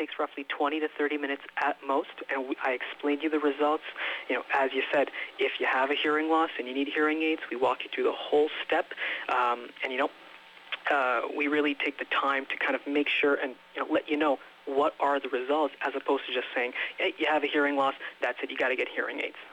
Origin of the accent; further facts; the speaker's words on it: Châteauguay, Quebec, Canada; moved away as an adult; now in Cornwall, Canada; I'm actually from Quebec near Chateauguay, right next to Ganawage.